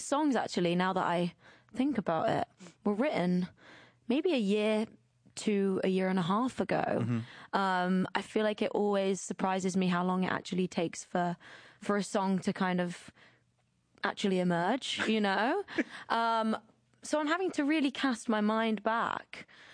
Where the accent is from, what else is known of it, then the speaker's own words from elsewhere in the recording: England, United Kingdom; This is all I've ever really dreamed about since I was like a little girl growing up in the Midlands.